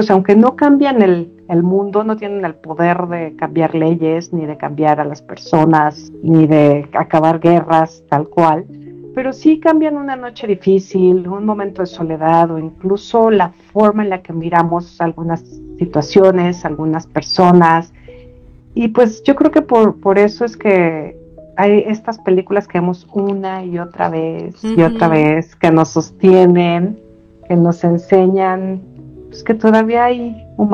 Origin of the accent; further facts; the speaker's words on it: Mexico; esta película es súper bonita de cómo muchas veces los mexicanos transmitimos ese amor y esa alegría a otras culturas